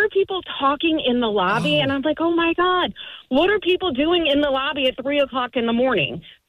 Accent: Ohio, United States; now in Greensboro, United States; I'm from Greensboro, or live in Greensboro, but grew up in northern Ohio.

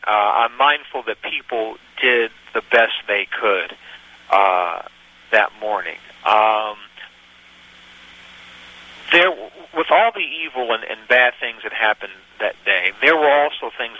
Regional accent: the South, United States; I'm a Southerner

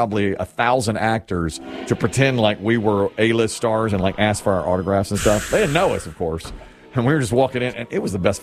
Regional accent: Cedar Rapids, Iowa, United States; I'm from Cedar Rapids.

